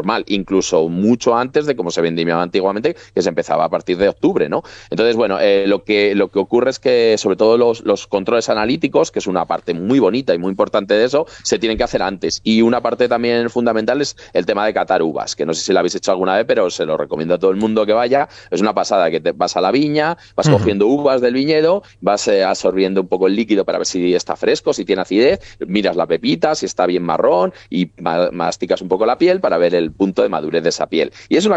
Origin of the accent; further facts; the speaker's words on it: Aranda de Duero, Castile and León, Spain; Vosotros sabéis, bueno, que somos de Aranda de Duero, ¿no?